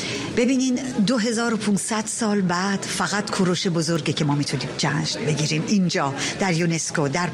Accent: Iran; به عنوان یک ایرانی، به عنوان یک شاعر، به عقیده من تنها چیزی که میتونه ما رو در این دنیا نجات بده فرهنگ بوده.

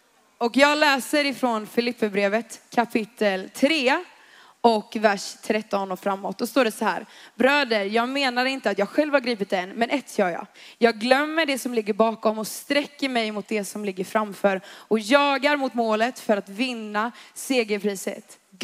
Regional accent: Växjö, Kronoberg County, Sweden; now in Varberg, Sweden; Nej, i grund och botten är jag från Växjö faktiskt.

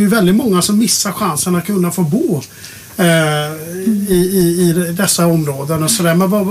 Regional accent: Västra Götaland County, Sweden; för jag är uppväxt i Dalsland och jag vet hur det var liksom att gå 2 mil för att komma till Vänersborg

